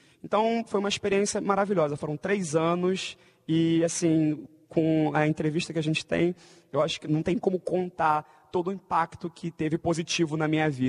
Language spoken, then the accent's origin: Portuguese; Brazil; also born or lived in Hungary; eu gosto muito de viver minha vida como um bom brasileiro, né, comer meu feijão com arroz e tudo mais.